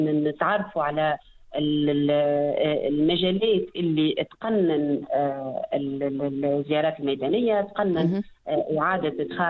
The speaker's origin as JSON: {"language": "Arabic", "country": "Tunisia"}